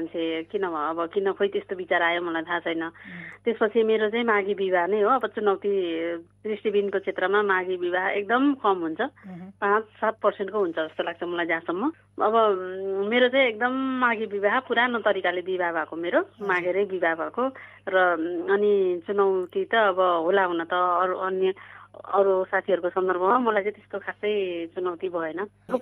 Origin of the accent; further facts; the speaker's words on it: Gorkha, Gandaki Province, Nepal; moved away as an adult; also born or lived in Kathmandu / Pokhara; now in Jitpur Simara, Nepal; पढेको चाहिँ मैले गोर्खामै, मेरो जन्मस्थान गोर्खा, गोर्खा जिल्लाको श्री अमरज्योति जनता माभिबाट मैले 2061 सालमा एसएलसी गरेँ। अनि काठमाडौँ हुँदै, पोखरा हुँदै, क्याम्पस पढ्दै